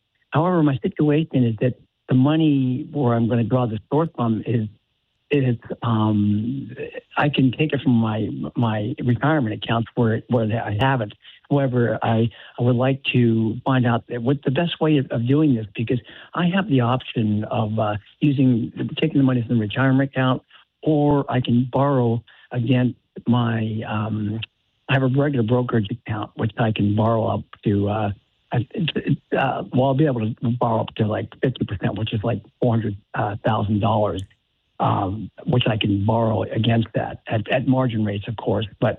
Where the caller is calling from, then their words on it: San Carlos, California, United States; Yes, I'm calling you from the West Coast in the San Carlos area.